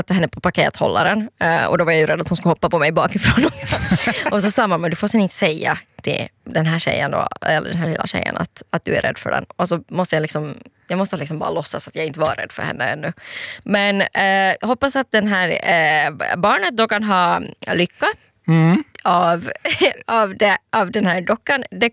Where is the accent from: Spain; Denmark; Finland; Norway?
Finland; Pargas, Southwest Finland; när jag var liten, när jag var hemma i Pargas.